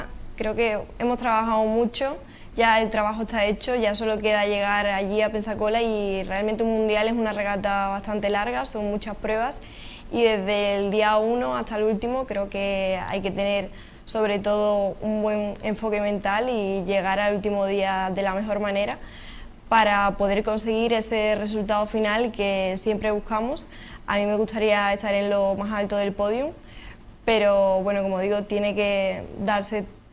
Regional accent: Cádiz, Andalusia, Spain; soy gaditana, estoy de aquí

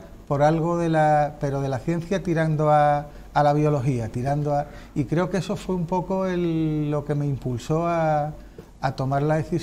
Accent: Jerez de la Frontera, Andalusia, Spain; yo soy de Jerez

